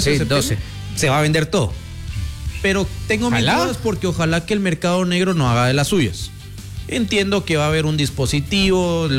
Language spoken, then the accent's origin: Spanish; Suchitepéquez, Guatemala; soy de Suchi.